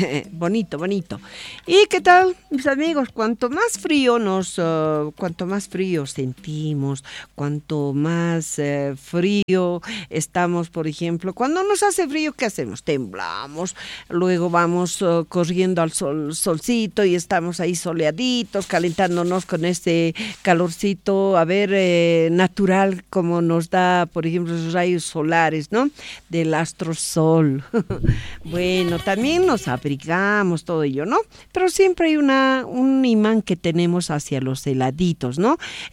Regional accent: Bolivia; patria que nos vio nacer, a ver, que todos como bolivianos estamos orgullosos

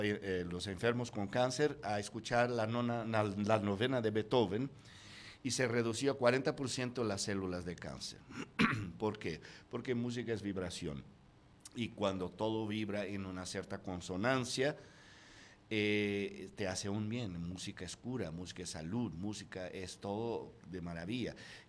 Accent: Brazil; soy el maestro brasileño que más dirigido fuera de Brasil en la historia

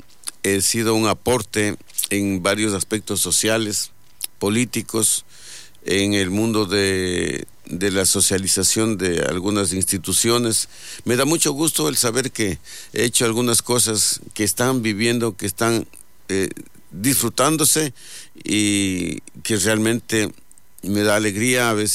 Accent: Lago Agrio, Sucumbíos, Ecuador; soy del Aguario

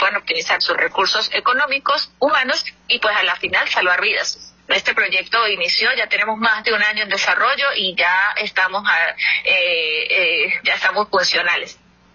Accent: Táchira, Venezuela; nosotros somos del estado de Táchira

